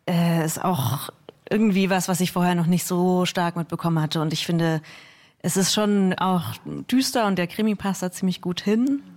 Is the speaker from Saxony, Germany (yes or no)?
yes; Dresden, Saxony, Germany; ich bin in Dresden geboren und aufgewachsen